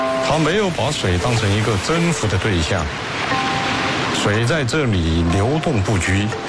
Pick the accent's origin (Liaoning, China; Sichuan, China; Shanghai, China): Sichuan, China; Dujiangyan; 我从小就是喝都江堰的水长大的